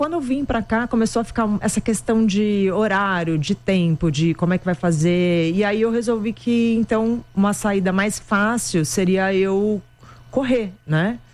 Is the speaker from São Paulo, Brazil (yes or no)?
yes; Santos, São Paulo, Brazil